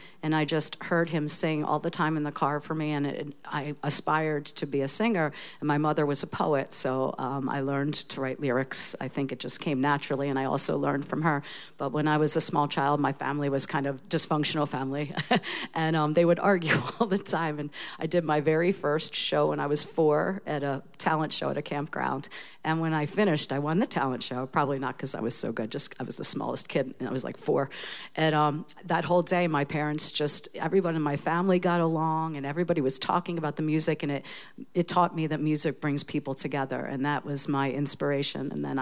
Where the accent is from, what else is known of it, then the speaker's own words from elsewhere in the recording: Trenton, New Jersey, United States; also born or lived in Pennsylvania / Arizona / New Orleans; I was born in Trenton, and I grew up in Trenton right across the bridge in Pensy, different times of my life. I also lived a little while in Arizona. Okay. And some summers in New Orleans.